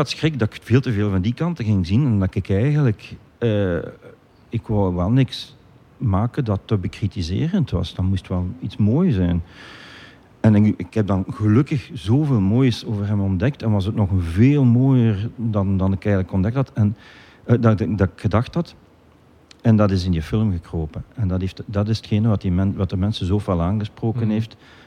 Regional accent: Belgium; We zijn daar als Belgen heel goed

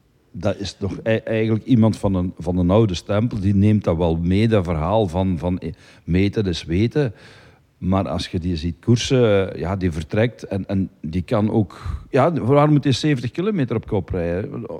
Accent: Belgium; voor ons als Belgen

